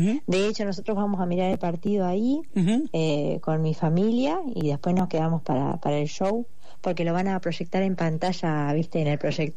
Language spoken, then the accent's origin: Spanish; Paso de los Libres, Corrientes, Argentina; born there; moved away; Paso de los Libres, que es mi ciudad de crianza, donde pasé mi infancia y mi adolescencia. Yo siempre digo que yo soy correntina por adopción, porque bueno, pasé, como mi papá era gendarme, yo anduve por muchos lugares, pero en Paso de los Libres